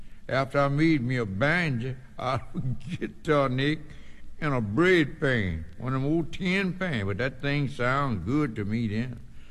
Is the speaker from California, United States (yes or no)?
no; Red Bank, Mississippi, United States; born there; also born or lived in Clarksdale, Mississippi; I was born in Red Bank, Mississippi, out north of Red Bank there